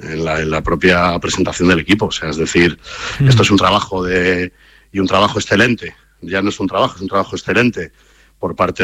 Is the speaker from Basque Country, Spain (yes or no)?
yes; San Sebastián, Basque Country, Spain; yo soy de San Sebastián, ya lo sabéis, allí no había un primer equipo de Primera División